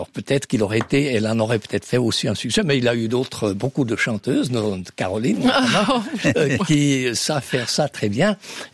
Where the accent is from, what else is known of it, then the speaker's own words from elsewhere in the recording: Switzerland; chez nous en Suisse